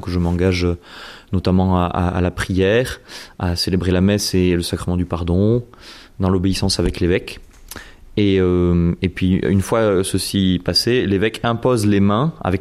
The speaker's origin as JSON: {"language": "French", "town": "Mende", "region": "Occitanie", "country": "France", "tie": "born or raised there", "said": "j'ai grandi à Mende, j'ai fait ma scolarité à Mende, je suis vraiment lozérien"}